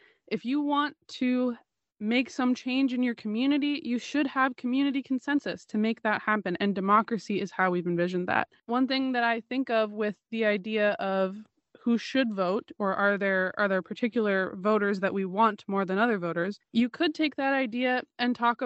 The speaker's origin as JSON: {"language": "English", "region": "Oregon", "country": "United States"}